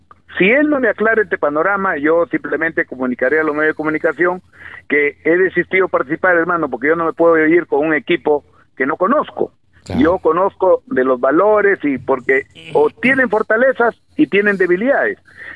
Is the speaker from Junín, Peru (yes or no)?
no; Olmos, Lambayeque, Peru; born there; also born or lived in Tumbes; por el cariño que yo le tengo a mi pueblo, por haber nacido en mi pueblo, todo ese potencial quiero aplicarlo aquí en Olmos.